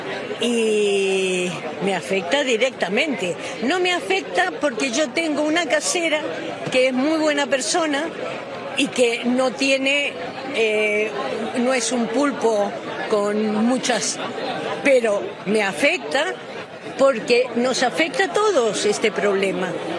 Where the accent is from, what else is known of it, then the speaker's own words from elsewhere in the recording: Argentina; moved away as an adult; now in Spain; Yo soy española, pero me he criado en Argentina, porque soy hija de español republicano exiliado. Y yo soy una hija de también del exiliado, pero que me he criado en Argentina y luego me he exiliado yo